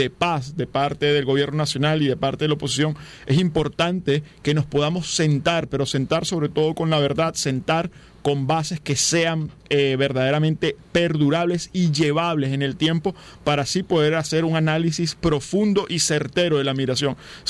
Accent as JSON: {"language": "Spanish", "country": "Venezuela", "said": "para nosotros como venezolanos"}